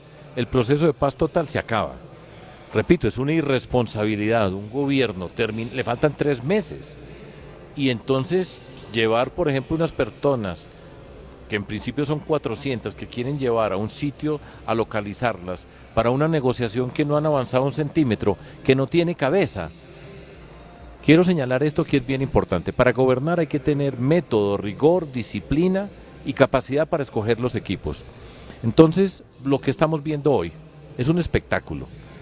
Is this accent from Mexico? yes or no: no; Medellín, Antioquia, Colombia; todos los que somos de Medellín sabemos lo que significaban esos señores.